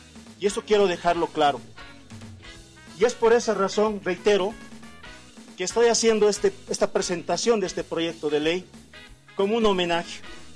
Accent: Bolivia; Como ciudadano boliviano, creo que es nuestro deber reconocer a quienes dieron la vida por la patria.

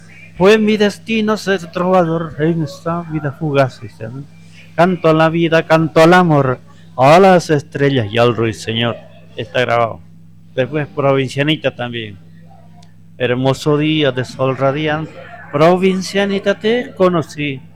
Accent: La Falda La Cebada, Bolivia; born there; Mi lugar no es tan conocido, digamos. Yo nací en La Falda, se llama La Falda La Cebada

